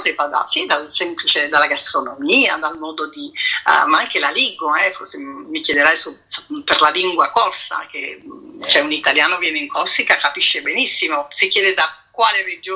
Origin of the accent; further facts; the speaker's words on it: Naples, Campania, Italy; Io sono napoletana, io sono di Napoli